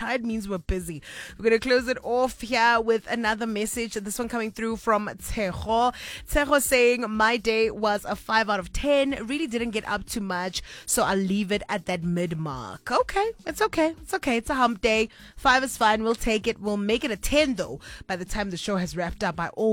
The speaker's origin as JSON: {"language": "English", "town": "Kimberley", "region": "Northern Cape", "country": "South Africa", "tie": "born or raised there", "said": "We've got a message coming through from Tony all the way out in Kimberley, which is my hometown."}